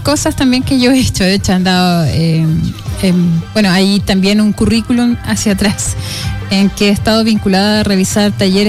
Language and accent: Spanish; Antofagasta, Chile; yo soy de Antofagasta.